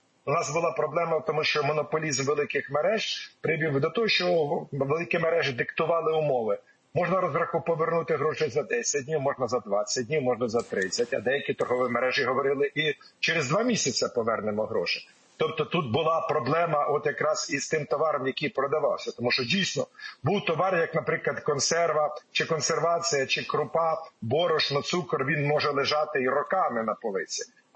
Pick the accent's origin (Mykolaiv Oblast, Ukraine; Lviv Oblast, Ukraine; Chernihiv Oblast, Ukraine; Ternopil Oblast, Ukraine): Chernihiv Oblast, Ukraine; Pryluky; now in Kyiv, Ukraine; Мої рідних Прилуках